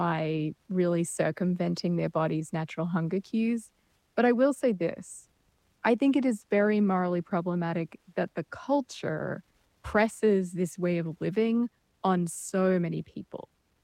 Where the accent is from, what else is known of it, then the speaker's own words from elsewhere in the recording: Australia; including my home country of Australia